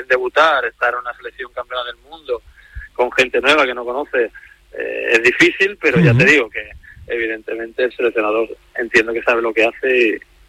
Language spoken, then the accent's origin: Spanish; Jerez, Andalusia, Spain; Yo estoy muy contento aquí en mi tierra, estoy muy contento en Jerez